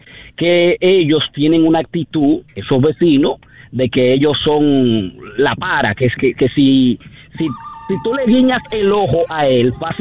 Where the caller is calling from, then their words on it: Ciudad Juan Bosch, Santo Domingo, Dominican Republic; yo soy residente de Ciudad Juan Bosch.